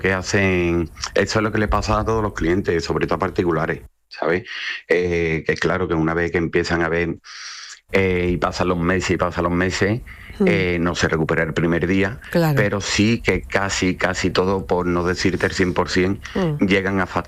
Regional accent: Seville, Andalusia, Spain; Yo soy de Sevilla.

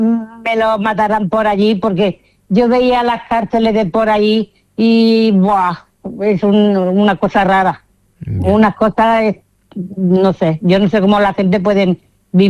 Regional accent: Seville, Andalusia, Spain; born there; moved away as an adult; now in Alcanar, Spain; Sí, nosotros, yo nací en Sevilla.

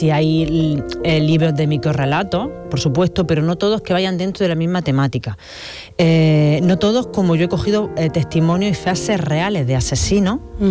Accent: Almería, Andalusia, Spain; ahí estuve hablando de mi Almería, de lo importante que ha sido para mí rodar aquí

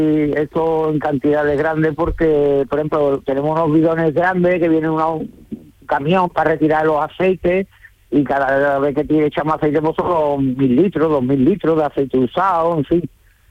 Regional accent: Montequinto, Andalusia, Spain; now in El Ronquillo, Spain; Yo vengo yo soy de toda la vida de Dios, de Montequinto.

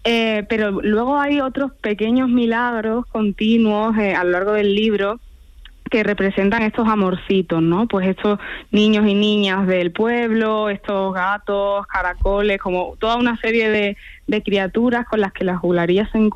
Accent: Spain; en mi pueblo no hay bosques maravillosos y frondosos, hay una dehesa, porque es la Sierra Norte

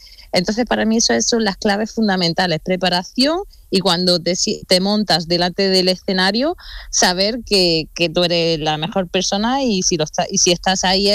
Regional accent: Dúrcal, Andalusia, Spain; también porque vengo del mundo rural, yo soy de un pueblo, soy de Durcal, de Granada, del Valle del Lecrín, y mis padres tenían casas rurales, ¿eh?

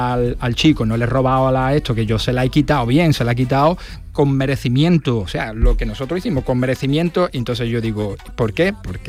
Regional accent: Andalusia, Spain

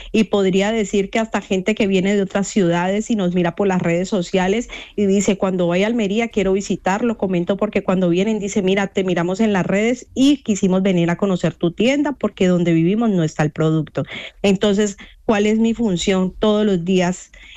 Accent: Colombia; como es en mi caso, que soy colombiana

